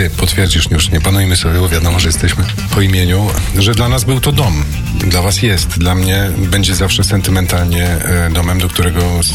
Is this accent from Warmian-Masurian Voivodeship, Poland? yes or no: no; Ślesin, Greater Poland Voivodeship, Poland; Ja jestem ze Ślesina, więc on mi jest jakby najbliższy.